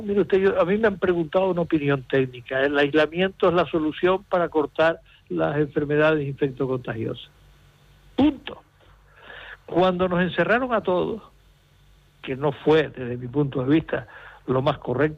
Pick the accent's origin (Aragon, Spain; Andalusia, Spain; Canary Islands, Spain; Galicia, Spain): Canary Islands, Spain; Yo me he sentido muy mal como canario.